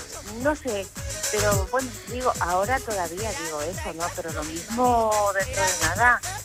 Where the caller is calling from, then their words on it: Plasencia, Extremadura, Spain; Yo llamo desde Plasencia, Cáceres.